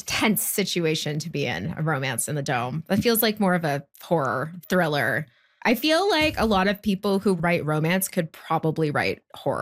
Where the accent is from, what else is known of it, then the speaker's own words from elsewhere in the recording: Barry's Bay, Ontario, Canada; Well, I grew up in Barry's Bay. I grew up on the lake. So this is in cottage country, but not Muskoka. It's in Eastern Ontario in the Ottawa Valley.